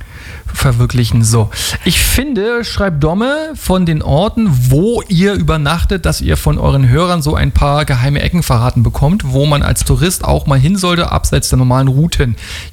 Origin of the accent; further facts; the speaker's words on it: Braunschweig, Lower Saxony, Germany; Braunschweiger.